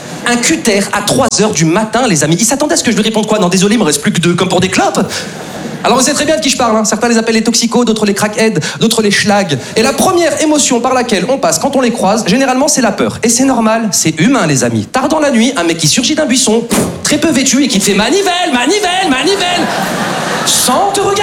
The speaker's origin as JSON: {"language": "French", "town": "Lyon", "region": "Auvergne-Rhône-Alpes", "country": "France", "lives_now": "Paris, France", "said": "Moi, comme beaucoup d'entre vous, les amis, je suis originaire de province, je suis originaire de Lyon. Et c'est vrai qu'avant de m'installer sur Paris, j'avais des petites appréhensions sur cette ville"}